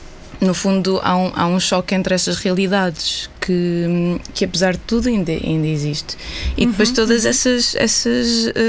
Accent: Coimbra, Centro, Portugal; eu sou natural de Coimbra, é verdade, mas cresci e ainda moro numa zona do que eu chamo os subúrbios de Coimbra. Então ainda toda a gente tem uma horta na sua casa, ainda há muitos terrenos com vinhas, olivais, pinhais, entre outros, e florestas também

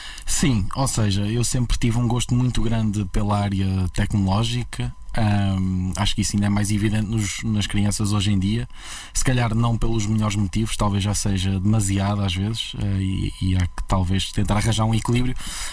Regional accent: Coimbra, Centro, Portugal; moved away; nascido e criado aqui nas ruas de Coimbra. Sim. Mais especificamente, mais para os lados de São Martinho do Bispo, Santa Clara

